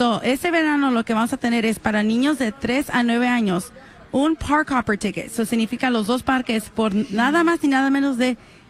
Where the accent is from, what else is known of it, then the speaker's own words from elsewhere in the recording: Long Beach, California, United States; now in Santa Ana, United States; Tengo como 6 años viviendo en Santa Ana, pero soy del Long Beach originalmente.